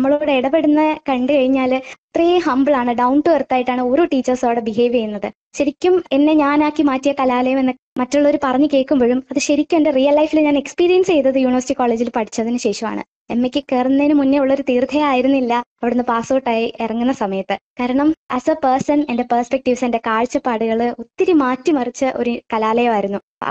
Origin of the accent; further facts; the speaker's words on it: Varkala, Kerala, India; ഞാൻ വർക്കല സ്വദേശിനിയാണ്.